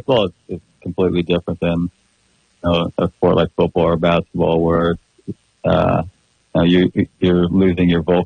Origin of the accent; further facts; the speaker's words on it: San Luis Obispo, California, United States; in my entire existence growing up in San Luis